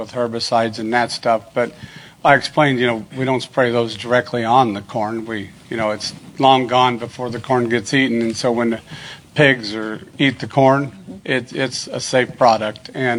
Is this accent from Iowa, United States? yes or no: yes; Washington, Iowa, United States; I'm from Washington, Iowa, Washington County, Southeast Iowa.